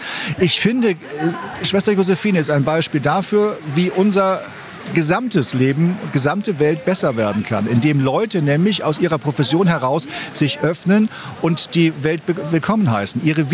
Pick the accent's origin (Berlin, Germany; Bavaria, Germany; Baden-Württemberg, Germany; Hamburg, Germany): Hamburg, Germany; Gerade für mich als Hamburger, super Kontrastprogramm. Ich meine, ich liebe meine Stadt. Ich werde immer Hamburger bleiben. Aber Bad Kreuznach, zweite Heimat, definitiv.